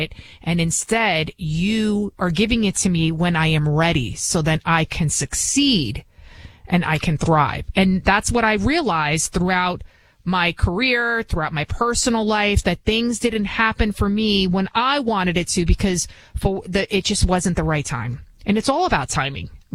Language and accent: English; Bronx, New York, United States; English is a second language; from the Bronx. Obviously, you can hear it in my accent, which I've been trying to get rid of, but it's just a part of who I am. And I talk with my hands if you see me on TV. I'm first generation American. I didn't even speak English growing up.